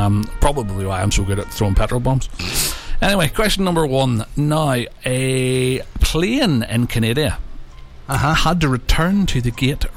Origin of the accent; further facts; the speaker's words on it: Letterkenny, County Donegal, Ireland; I'm from Letterkenny, all the way up there in Donegal.